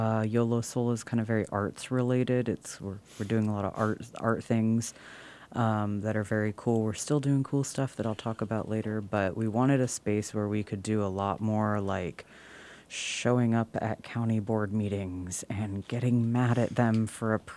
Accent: Sacramento, California, United States; also born or lived in Cincinnati; now in Davis, United States; I grew up in Sacramento. I came here in 2021 for school, for the university.

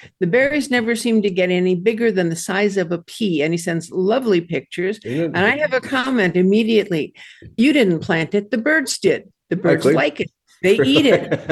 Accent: Michigan, United States; He keeps writing to me about Michigan things because I'm from Michigan.

